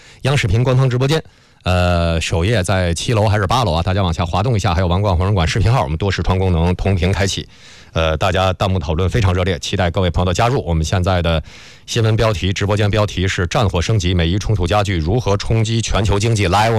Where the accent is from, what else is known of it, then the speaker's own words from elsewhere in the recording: China; 本来要我们中国人讲叫解铃还需这个欺凌人嘛